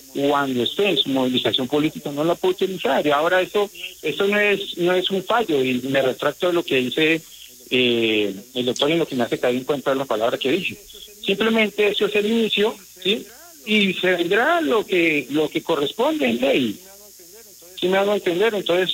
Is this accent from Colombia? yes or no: yes; Colombia; O sea, yo como colombiano